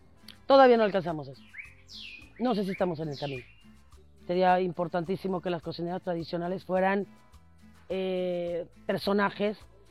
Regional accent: Mexico; y a veces como mexicano nosotros no lo valoramos.

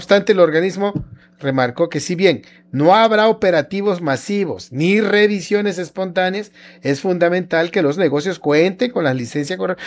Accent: Mexico; now in Villahermosa, Mexico; Así somos los mexicanos.

